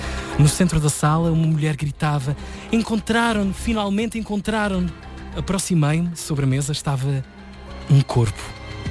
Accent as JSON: {"language": "Portuguese", "region": "Azores", "country": "Portugal", "said": "Vim dos Açores, está tudo mais ou menos explicado."}